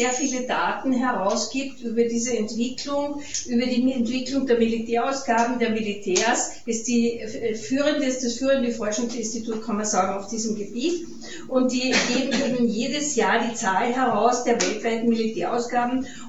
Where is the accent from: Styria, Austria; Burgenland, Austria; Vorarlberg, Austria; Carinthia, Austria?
Carinthia, Austria; now in Vienna, Austria; Ich lebe in Wien, wie die Juli schon gesagt hat, aber ich bin keine Wienerin, ich bin eine Kärntnerin, komme aus einer Stadtbezirkshauptstadt, die ungefähr so groß ist wie Ried